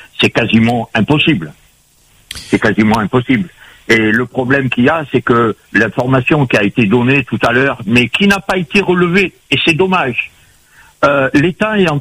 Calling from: Paris, Île-de-France, France; Je vous appelle de Paris.

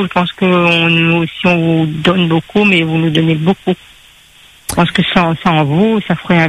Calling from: Saint-Denis, Réunion; Saint-Denis

